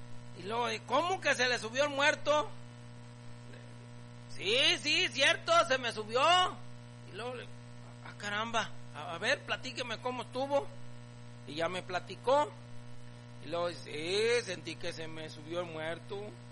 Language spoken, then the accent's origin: Spanish; Poncitlán, Jalisco, Mexico; Yo soy de Poncitlán. No, ¿cuál Poncitlán? Es allá de la Piedra Grande, de allá de las Peñitas.